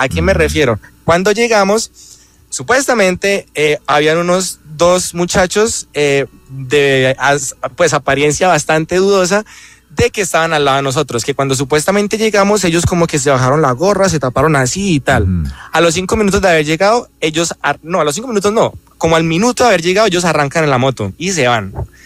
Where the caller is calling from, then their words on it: Bucaramanga, Santander, Colombia; Yo soy de Bucaramanga.